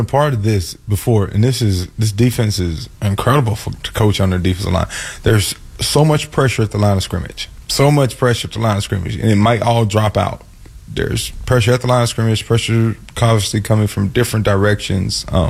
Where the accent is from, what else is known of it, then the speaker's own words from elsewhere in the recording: Mississippi, United States; I'm from Mississippi. I have no idea where Amsterdam is.